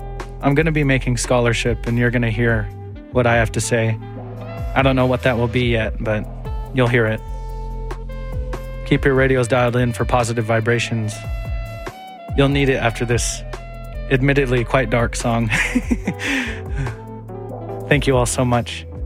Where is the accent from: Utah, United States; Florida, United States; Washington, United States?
Washington, United States; Taholah; I'm Quinault from Tahola on the mouth of the Quinault River, on the southern part of the Quinault Indian Reservation in Grays Harbor County.